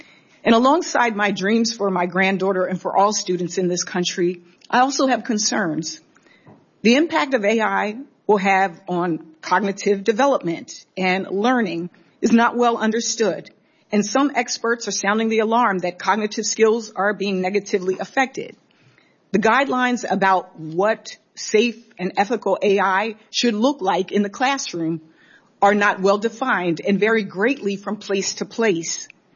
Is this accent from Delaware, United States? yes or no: yes; Delaware, United States; born or raised there